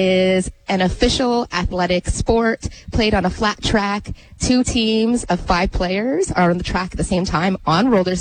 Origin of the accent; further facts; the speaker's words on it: Kahnawake, Quebec, Canada; which is Mohawk, from Gunawage, just outside of Montreal.